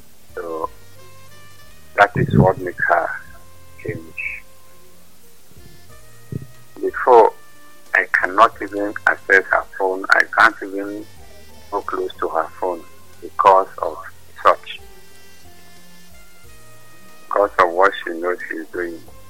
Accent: Nigeria; I'm from Nigeria.

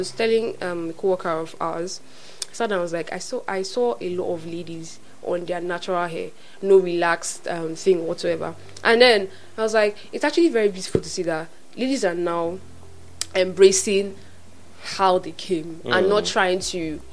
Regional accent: Nigeria; We're not from the western side of Europe. We're not from Europe. We are Africans. We are Nigerians.

